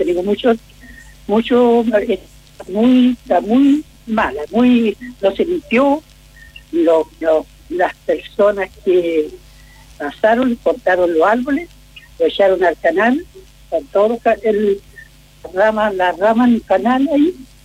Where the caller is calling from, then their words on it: Santa Rosa de Teno, Maule, Chile; Soy de Santa Rosa de Teno.